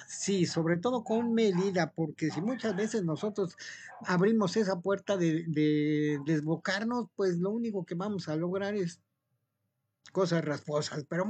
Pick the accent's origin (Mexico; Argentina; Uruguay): Mexico; todos los que somos mexicanos